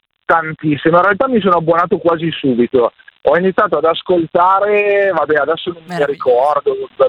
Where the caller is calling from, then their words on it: Codogno, Lombardy, Italy; Sono di Codogno.